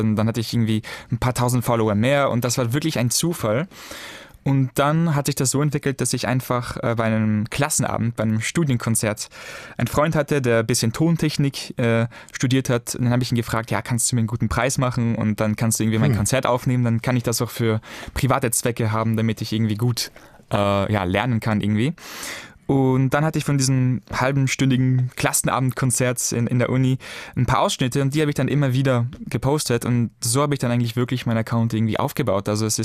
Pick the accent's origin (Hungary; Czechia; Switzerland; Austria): Austria; Vienna; born or raised there